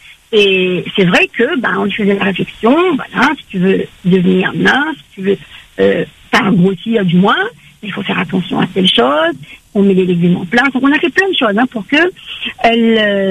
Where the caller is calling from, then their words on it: Saint-Louis, Réunion; Là, je suis à Saint-Louis.